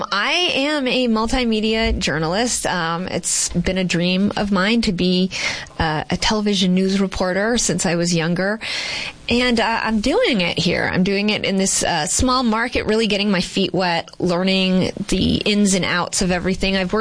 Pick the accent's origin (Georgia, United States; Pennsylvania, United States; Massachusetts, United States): Massachusetts, United States; Boston; born there; accent: Boston; I was born in Boston, Massachusetts.